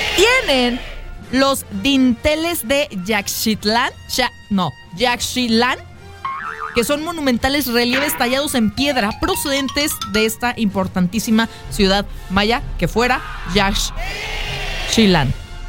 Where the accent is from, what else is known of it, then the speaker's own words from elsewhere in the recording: Mexico; Pero si vamos nosotros como mexicanos y reclamamos territorio...